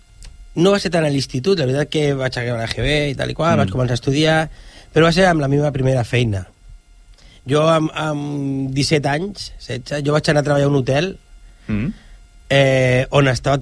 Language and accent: Catalan; Sant Boi de Llobregat, Catalonia, Spain; also born or lived in Berga / La Pobla de Lillet / Sant Bartomeu de la Quadra; Fins que vam acabar aquí a Sant Boi i vaig començar a fer vida a Sant Boi. Quan jo vaig arribar a Sant Boi tindria uns 4 anys i fins ara.